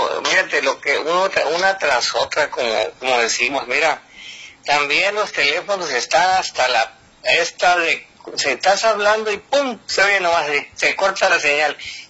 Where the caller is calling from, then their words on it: Mexico; como somos los mexicanos